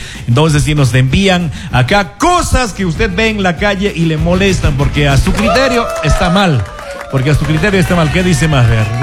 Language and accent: Spanish; Cuenca, Azuay, Ecuador